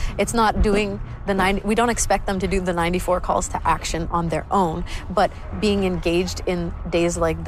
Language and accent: English; Kitigan Zibi, Quebec, Canada; I am from Kittigan Zibi Anishinaabe, and I am the cultural coordinator at Philemon Wright High School.